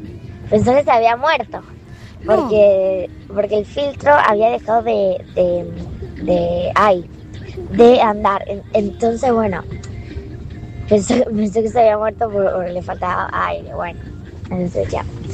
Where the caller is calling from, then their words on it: San Martín, Argentina; Hola, Navi. … de San Martín.